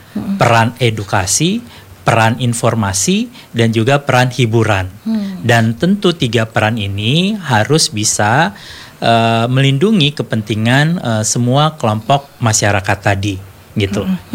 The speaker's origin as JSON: {"language": "Indonesian", "region": "Aceh", "country": "Indonesia", "said": "sebagai orang Aceh"}